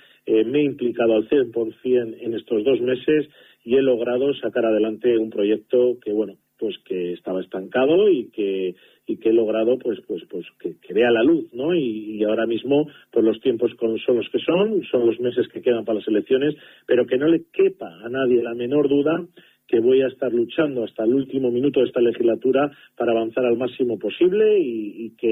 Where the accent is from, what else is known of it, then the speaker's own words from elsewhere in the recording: Laredo, Cantabria, Spain; mi pueblo, que le llevo en el alma